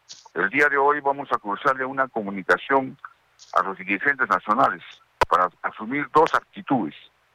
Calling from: Peru; Somos ciudadanos peruanos.

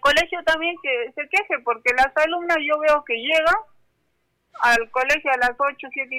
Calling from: Arequipa, Peru; soy una vecina de Alto Selva Alegre, vivo en la calle Pacífico, entre la cuadra 8 y 9 del Amazonas.

